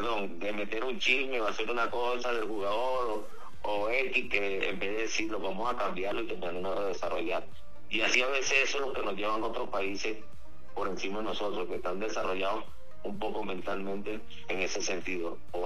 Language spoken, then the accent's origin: Spanish; Carabobo, Venezuela; Yo soy carabobeño, pero aquí fue donde yo nací mi carrera